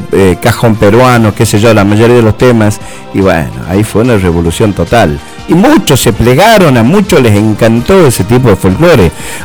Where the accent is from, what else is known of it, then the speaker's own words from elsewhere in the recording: Tucumán, Argentina; Y bueno, las veíamos lejos nosotros acá en Tucumán